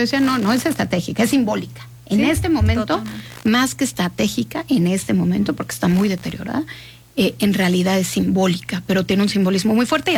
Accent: Mexico; Que eso nos tiende a suceder a los mexicanos cuando pensamos en países quizá como China o como

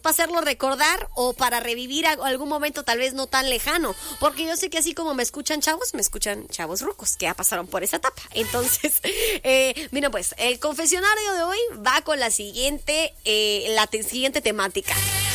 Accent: Guatemala; como buenos chapines, somos chutes

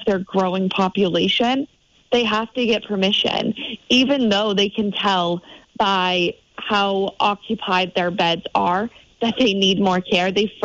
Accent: Florida, United States; moved away; my home state of Florida

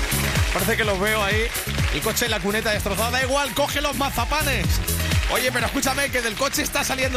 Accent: Ciudad Real, Castilla-La Mancha, Spain; Saludo muy fuerte a toda la gente de mi tierra, de Ciudad Real

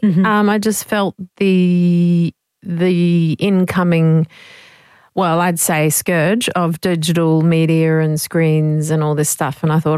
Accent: Brisbane, Queensland, Australia; Yes, I grew up in Brizzy, so I grew up in suburban Ashgrove in the 80s and loved growing up in Brisbane in the 80s and 90s

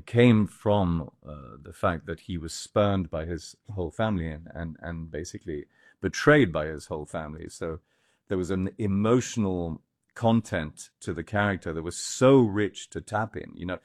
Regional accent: Scotland, United Kingdom; also born or lived in France; because I'm Scottish and French. So I'm a sort of amalgam of both of these cultures.

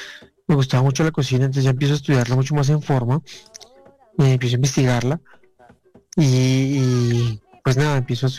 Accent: Colombia; also born or lived in Bogotá; Bueno, yo nací en Bogotá. Ajá. Una familia tradicional. Y pues nada, afortunadamente, a Dios gracias, crezco alrededor de Colombia.

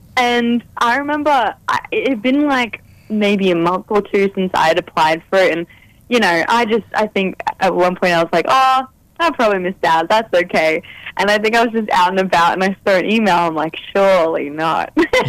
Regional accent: Brisbane, Queensland, Australia; my mob is the Caringbal people from Queensland. I grew up in Brisbane, Meanjin in Queensland, pretty much born and raised here. I haven't really left. It's very much home for me.

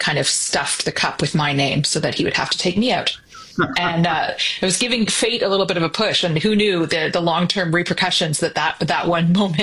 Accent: Ashton, Ontario, Canada; I grew up just outside of Ottawa, near the village of Ashton, which is now part of the Greater Ottawa, on what you sort of call a hobby farm

